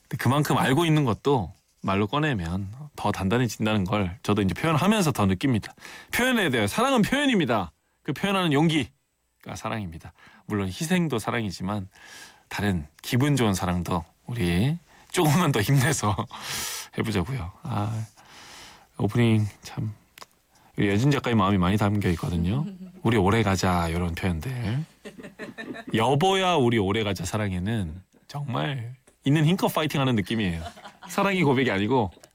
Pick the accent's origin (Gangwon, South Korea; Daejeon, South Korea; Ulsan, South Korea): Ulsan, South Korea; moved away as an adult; now in Seoul, South Korea; 저는 이제 뭐 울산이 고향이고 쭉 울산에서 나고 자라서 이제 20살까지 예, 경상도 지역에 쫙 있었고 누구보다 찐 경상도인 … 밑에서 자란 아들 둘 가정에